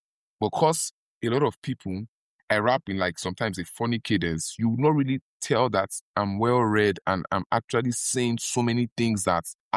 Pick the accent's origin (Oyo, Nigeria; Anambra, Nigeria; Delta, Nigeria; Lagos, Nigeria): Lagos, Nigeria; born there; moved away; also born or lived in Abuja; I was born in Lagos and I moved to Abuja.